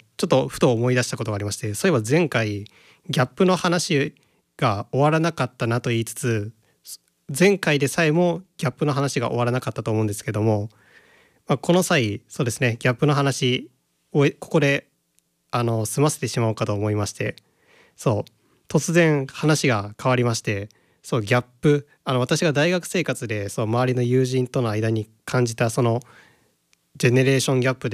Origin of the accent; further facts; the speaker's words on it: Okayama, Japan; accent: Okayama dialect; moved away; 私の地元の岡山県